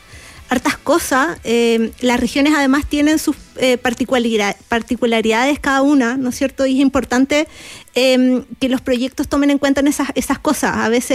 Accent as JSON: {"language": "Spanish", "town": "Punta Arenas", "region": "Magallanes and Chilean Antarctica", "country": "Chile", "tie": "born or raised there", "said": "Yo soy originaria de Punta Arenas."}